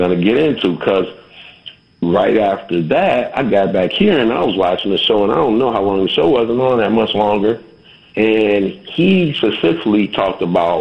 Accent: Chicago, Illinois, United States; Anyway, we're from Chicago, but I was going there frequently.

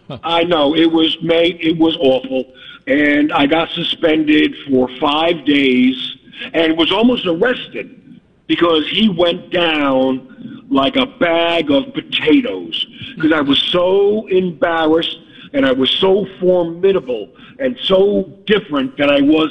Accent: Harrison, New York, United States; I grew up in Harrison, Westchester, a very wealthy place

